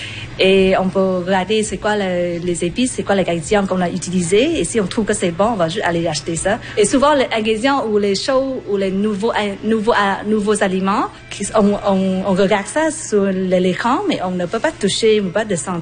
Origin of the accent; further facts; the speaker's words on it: Vietnam; French is a second language; jeune fan. Je viens de Vietnam.